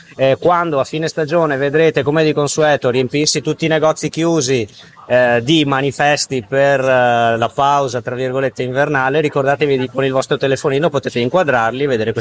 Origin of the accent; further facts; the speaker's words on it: Jesolo, Veneto, Italy; nella mia città natale